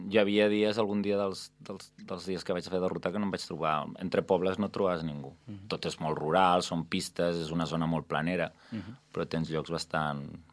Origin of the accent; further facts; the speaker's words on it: Tarragona, Catalonia, Spain; moved away; Jo baixo a Tarragona perquè meus pares viuen allà, jo sóc de Tarragona